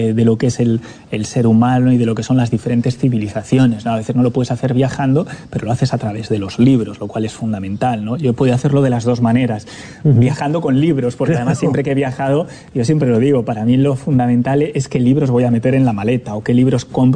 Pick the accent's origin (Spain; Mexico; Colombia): Spain; Bilbao, Basque Country; moved away as an adult; also born or lived in France; now in Uruguay; yo soy de Bilbao, yo soy vasco. Soy de mi tierra.